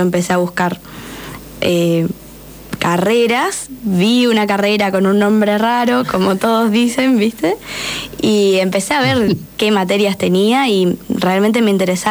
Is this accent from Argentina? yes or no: yes; Paso de los Libres, Corrientes, Argentina; now in Concordia, Argentina; encontré que había en Concordia, que me queda cerca, soy de Paso de los Libres, de Corrientes.